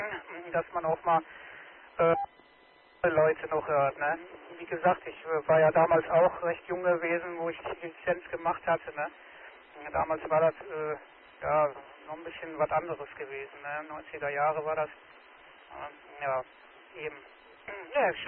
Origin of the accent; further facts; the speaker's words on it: Essen, North Rhine-Westphalia, Germany; Ja, meine Heimat, gut, ja, ist da Essen, ja.